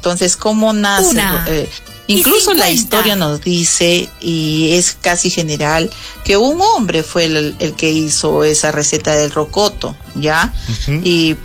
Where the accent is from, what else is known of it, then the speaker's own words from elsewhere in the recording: Arequipa, Peru; Nosotros acá en la Arequipeña, como arequipeños como grandes tradicionalistas y amantes de nuestra historia y tradición, la cebolla verde permanece en el uso diario de la cocina arequipeña.